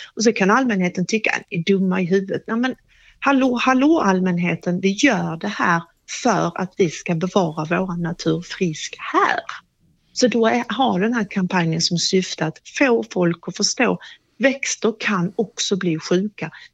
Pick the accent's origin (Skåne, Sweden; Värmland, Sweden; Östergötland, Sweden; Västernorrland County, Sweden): Skåne, Sweden; now in Jönköping area, Sweden; Jag är ju själv skåning då.